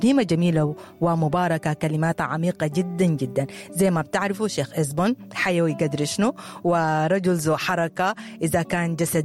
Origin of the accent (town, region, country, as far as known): Sudan